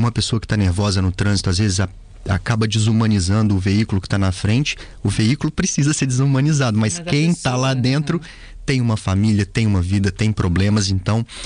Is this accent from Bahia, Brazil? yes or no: no; Minas Gerais, Brazil; Sou de Minas.